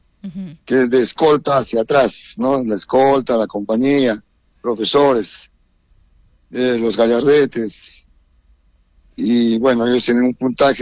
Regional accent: Peru; como peruanos que somos

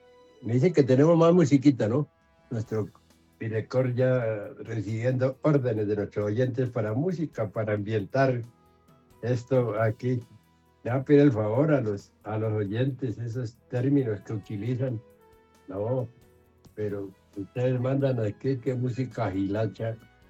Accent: Mexico; al estilo de mi segunda patria. Yo soy mexicano

